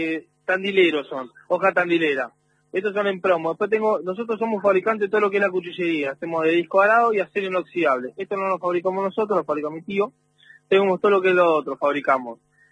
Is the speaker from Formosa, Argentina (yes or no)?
no; Santa Clara del Mar, Buenos Aires Province, Argentina; Somos de Santa Clara del Mar, Camel Norte somos nosotros, tenemos una cuchillería.